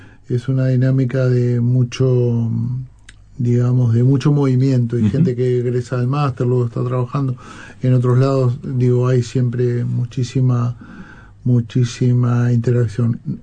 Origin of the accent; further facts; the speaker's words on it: Uruguay; now in Spain; yo como uruguayo me siento más representado